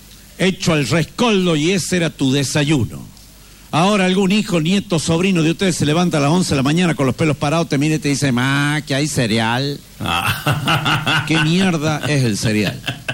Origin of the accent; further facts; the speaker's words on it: Catamarca, Argentina; los que hemos nacido en pueblo tenemos grandes ventajas por lo que nací en las ciudades. ¿Por qué? Porque nosotros nos criamos con cosas básicas y elementales.